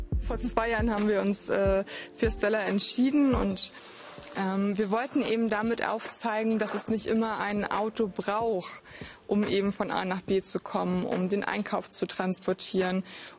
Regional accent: Stendal, Saxony-Anhalt, Germany; ich komme aus Stendal, bin bei Fridays for Future tätig

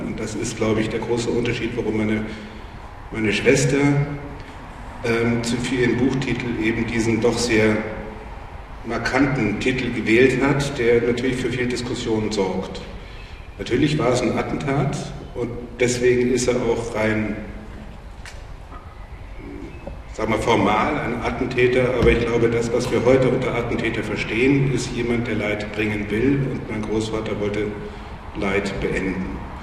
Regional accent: West Germany, Germany; ich komme ja aus dem Westen

